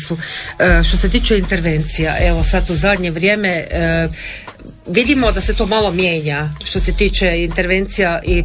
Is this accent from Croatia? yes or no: yes; Hrvatsko Zagorje, Croatia; kod nas u Zagorju